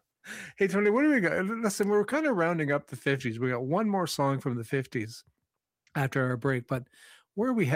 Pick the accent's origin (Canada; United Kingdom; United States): Canada; You know, growing up in Canada, you would watch them on television and hear these songs.